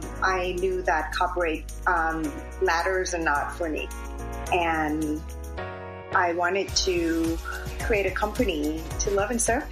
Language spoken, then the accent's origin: English; Chiang Mai, Thailand; Growing up in Chiang Mai, I experienced so many beautiful, wonderful things, especially the old school way of cultures.